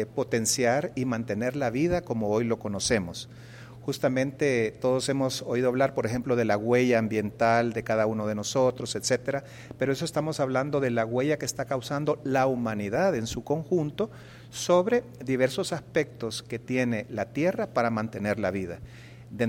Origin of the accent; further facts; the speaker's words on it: El Salvador; qué podemos hacer como salvadoreños